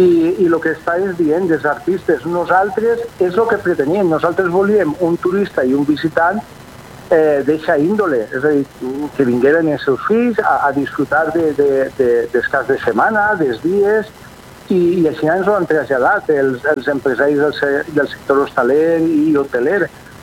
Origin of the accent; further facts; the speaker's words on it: Oliva, Valencian Community, Spain; som d'Oliva.